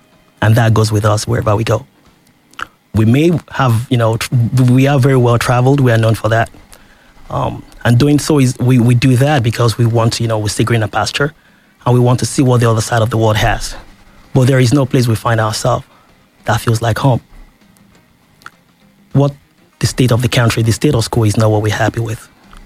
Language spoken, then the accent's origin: English; Ibadan, Oyo, Nigeria; I was born here in Ibadan, at Elekoro, right opposite Wesley College.